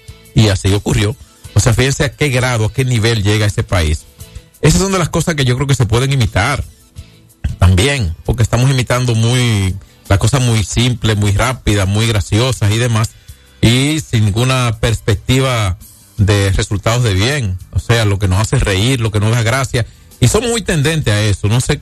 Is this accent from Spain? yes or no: no; Dominican Republic